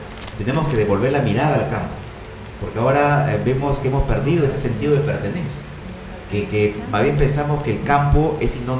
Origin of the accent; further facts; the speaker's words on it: Tambogrande, Piura, Peru; el haber estudiado y el haber nacido en este caluroso pueblo de Tamborande